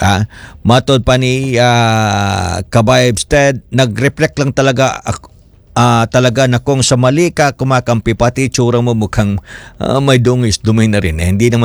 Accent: Mindanao, Philippines; first language Cebuano; Tagalog is a second language; also born or lived in Cebu; I am from Cebu but I grew up in Jansan, in Mindanao. At saka sabi ko nga, melting pot kami ron. Kaya marunong kami mag-Tagalog, marunong kami mag-Ilonggo

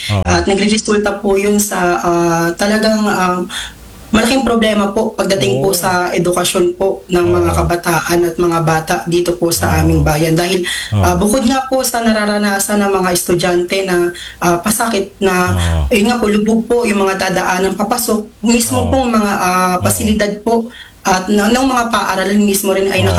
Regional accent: Hagonoy, Central Luzon, Philippines; dito sa aming bayan at patuloy po itong nagpapahirap sa mga kababayang Hagunowenyo

